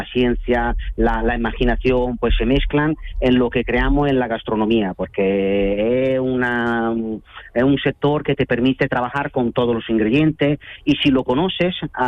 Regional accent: Italy; pero nosotros como italianos nacemos con el helado.

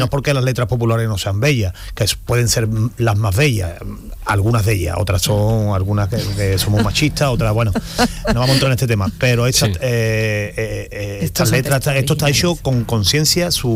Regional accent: Seville, Andalusia, Spain; Bueno, yo soy muy sevillano, uh-huh, y creo que para mí la Semana Santa, que es la fiesta más pagana que existe, para mí, uh-huh, y me encanta y la disfruto muchísimo.

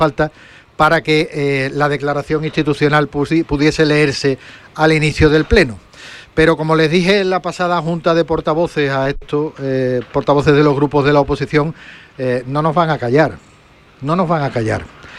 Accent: Andalusia, Spain; lo que nos faltaba como andaluces

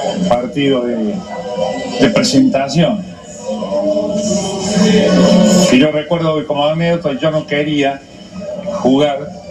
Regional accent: Argentina; moved away as an adult; Porque yo tenía mi nombre en mi país, en el fútbol, yo era jugador de la selección argentina, entonces no podía venir a probarme a un club aquí en Europa.

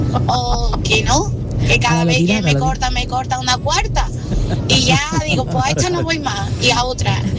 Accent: Seville, Andalusia, Spain

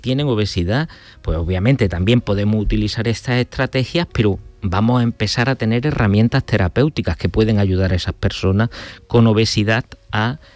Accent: Montoro, Andalusia, Spain; No, soy cordobés, nací en Montoro.

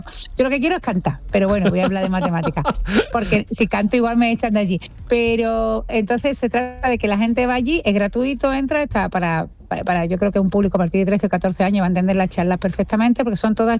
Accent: South Korea; parece que me he criado en Wisconsin. y soy de Corea

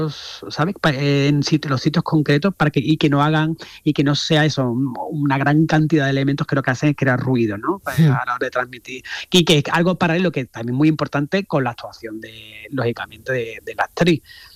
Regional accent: Andalusia, Spain; yo soy una mezcla entre barroco, porque claro, soy andaluz

